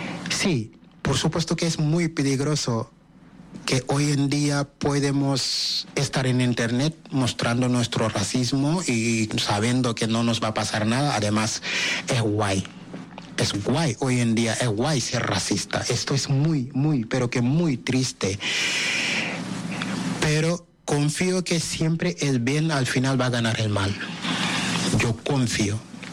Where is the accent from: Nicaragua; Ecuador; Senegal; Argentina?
Senegal; now in Spain; Yo hablo de Senegal, o sea, somos más de 18 millones de habitantes.